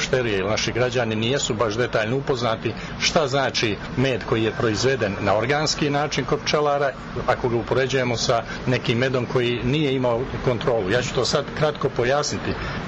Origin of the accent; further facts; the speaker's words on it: Montenegro; Poznato je da su velike suše i vrućine kod nas u Crnoj Gori, što značajno utiče na naše pčele.